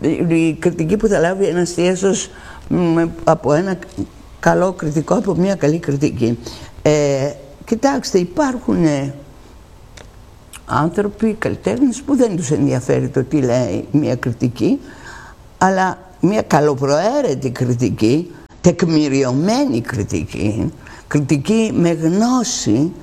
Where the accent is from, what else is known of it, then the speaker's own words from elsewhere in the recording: Greece; είμαι πολύ περήφανη που είμαι Ελληνίδα και εδώ που ζω έχει γεννηθεί το θέατρο.